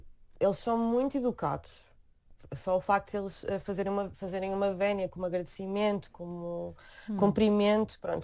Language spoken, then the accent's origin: Portuguese; Portugal; moved away as an adult; now in South Korea